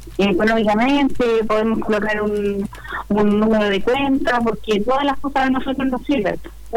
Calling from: Pueblo Seco, Ñuble, Chile; Nosotros con Tomás somos de Pueblo Seco, así que viajamos hasta 3 o 4 veces a la semana acá a San Carlos a ensayar.

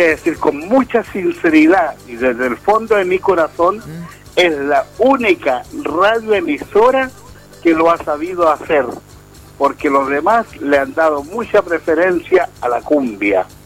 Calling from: Chile; lo que queremos sentir como chileno

